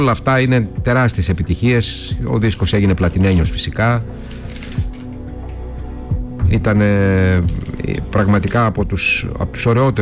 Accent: Arta, Epirus, Greece; born there; εγώ γεννήθηκα στην Άρτα

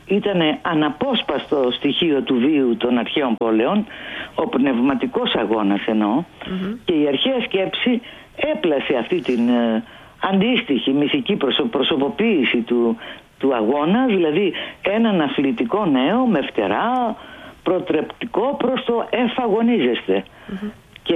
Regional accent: Ionian Islands, Greece; Το λέω ωραίο γιατί είμαι από την Κεφαλονιά, mm-hmm, και μας στείλανε κρασί από εκεί.

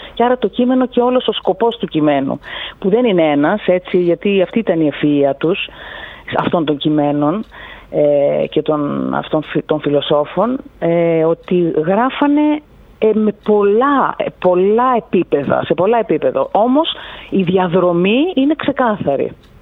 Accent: Greece

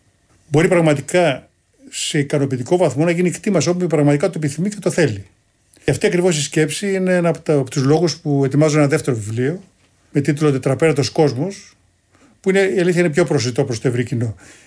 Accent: Kymi, Central Greece, Greece; Έτσι το λέμε στην πατρίδα μου στην Κίμη.

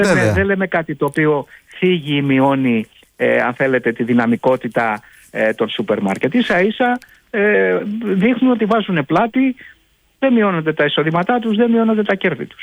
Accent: Greece

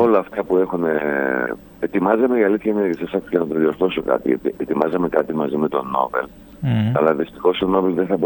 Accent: Thessaloniki, Central Macedonia, Greece; ειδικά σαν Θεσσαλονικιός

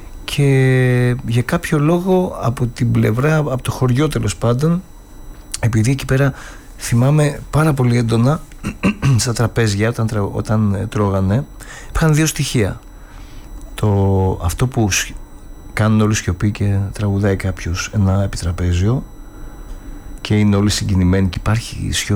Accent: Amygdalia, Central Greece, Greece; Αμυγδαλιά Φωκίδος.

